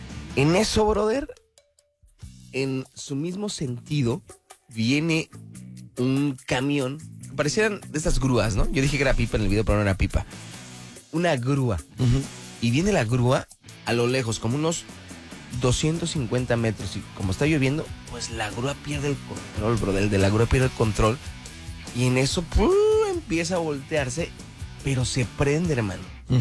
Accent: Mexico; Pero sí somos, como buenos mexicanos, curiosos, por no decir chismosos.

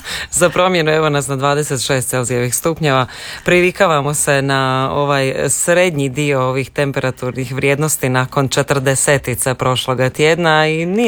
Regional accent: Šibenik-Knin County, Croatia; kod nas u Šibensko-kninskoj

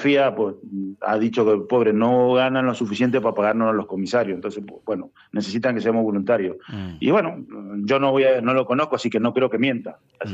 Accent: Guaymallén, Mendoza, Argentina; now in Spain; Pues, y tú imagínate, un mendocino de Güemayén de toda la vida.

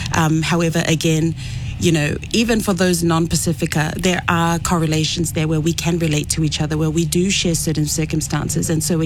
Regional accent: Fiji; moved away; I come from Fiji myself

